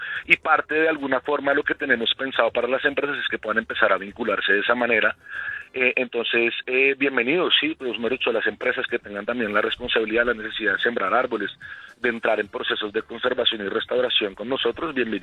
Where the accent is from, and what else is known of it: Bogotá, Colombia